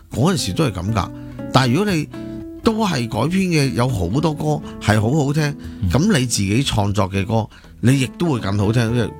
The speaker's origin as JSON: {"language": "Cantonese", "country": "Hong Kong", "said": "我香港人嘅好多人都系贪快嘅。"}